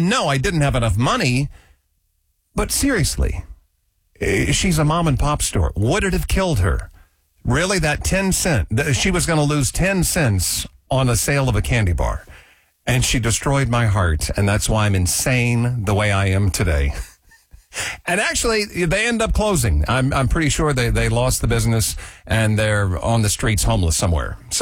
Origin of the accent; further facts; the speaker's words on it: Kokomo, Indiana, United States; I grew up in Kokomo, Indiana.